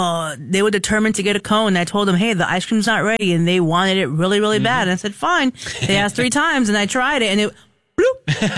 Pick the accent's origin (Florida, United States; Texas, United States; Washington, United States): Florida, United States; I was raised in Florida